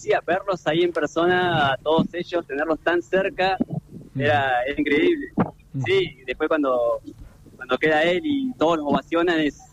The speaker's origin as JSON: {"language": "Spanish", "town": "Trelew", "region": "Chubut", "country": "Argentina", "tie": "born there", "lives_now": "Cuyamen, Argentina", "said": "Claro, yo nací en Trelew y me mudé a Cuyamen."}